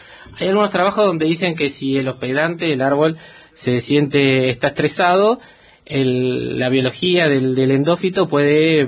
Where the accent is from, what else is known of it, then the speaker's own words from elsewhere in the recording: Buenos Aires, Argentina; moved away as an adult; now in Esquel, Argentina; Yo soy de Buenos Aires, me vine hace ya más o menos 13, 14 años. Yo estaba estudiando biología allá en Buenos Aires